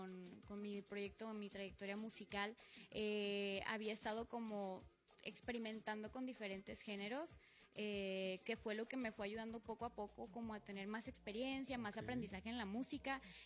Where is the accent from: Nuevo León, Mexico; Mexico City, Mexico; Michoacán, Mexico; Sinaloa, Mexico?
Nuevo León, Mexico; Apodaca; Soy de aquí de Monterrey, ahí de Apodaca.